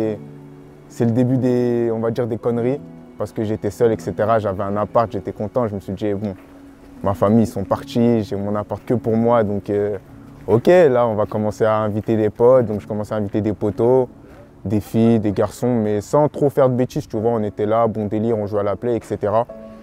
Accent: Togo; j'ai grandi dans une famille africaine, je suis originaire du Togo et au sein de ma famille, on est trois enfants et il y a mes parents.

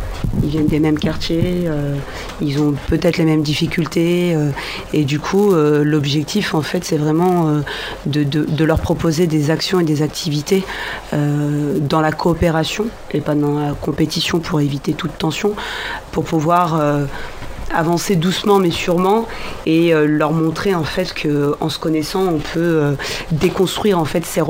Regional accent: Beaumont-sur-Oise, Île-de-France, France; j'ai fréquenté le lycée Varis Gallois, je suis originaire de Beaumont.

